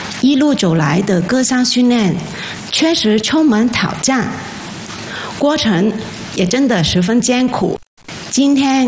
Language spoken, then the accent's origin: Chinese; Hong Kong; 从小在香港长大